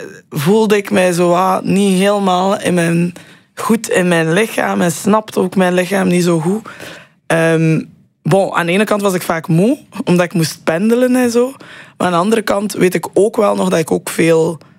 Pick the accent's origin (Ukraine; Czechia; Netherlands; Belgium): Belgium; Roeselare, Flanders; also born or lived in Bruges; Dus ik ben in Roeselare opgegroeid en daarna school geweest. En dan op mijn 16e ben ik naar de kunsthumaniora in Brugge gegaan.